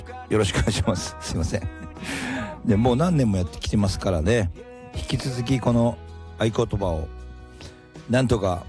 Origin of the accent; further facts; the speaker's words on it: Obihiro, Hokkaido, Japan; そんな関東地方より故郷のことをですね思っております。帯広の皆さんよろしくお願いします。